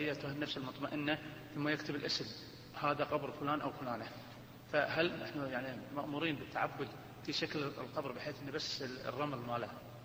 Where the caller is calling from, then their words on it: Kuwait; الحين في بعض القبور هناك عندنا في الكويت وضعوا عليها قطع رخام مرتفعة قليلا،